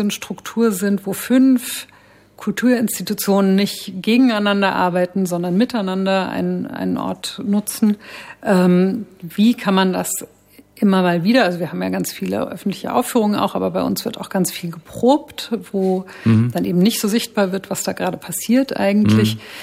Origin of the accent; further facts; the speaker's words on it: Frankfurt, Hesse, Germany; Also ich bin eine Frankfurterin